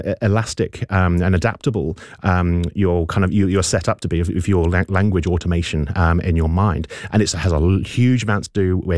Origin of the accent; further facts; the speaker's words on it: England, United Kingdom; accent: English; now in New Zealand; So take someone who has been living in New Zealand like myself for 12 years. I cannot shake my English accent as much as my friends in England would say that I've kind of picked up a bit of a Kiwi accent.